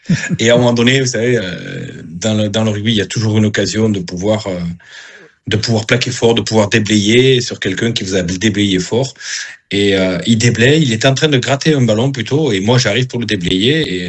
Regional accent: Dax, Nouvelle-Aquitaine, France; moved away as an adult; now in Bayonne, France; Je suis attaché à Dax parce que j'y suis né, parce que j'ai fait l'école de rugby à Dax, mais depuis 10 ans je vis à Bayonne

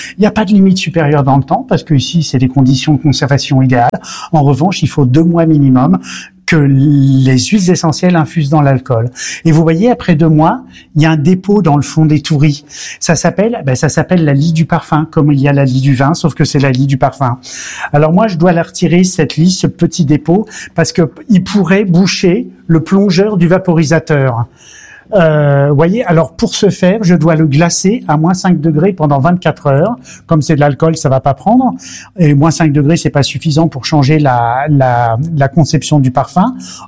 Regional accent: Toulon, Provence-Alpes-Côte d'Azur, France; now in Belgium; Et sinon, ben voilà, j'ai une enfance plutôt française. Je suis né à Toulon.

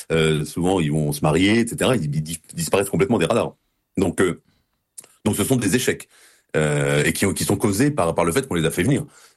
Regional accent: Brittany, France; Et je me souviens d'avoir vu chez moi en Bretagne le brave curé qui voulait parler des vocations

